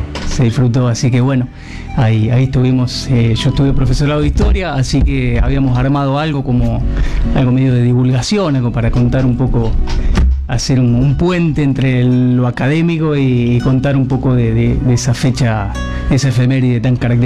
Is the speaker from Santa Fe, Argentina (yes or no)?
yes; Arequito, Santa Fe, Argentina; nosotros somos de Arequito con mi familia